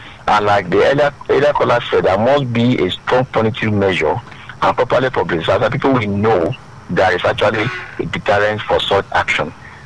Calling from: Lagos, Nigeria; calling you from Ogbaida, Lagos.

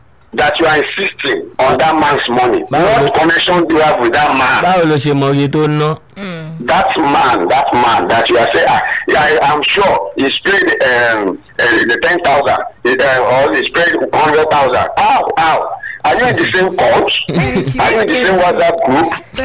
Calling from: Nigeria; Yeah, I'm calling from Okero.

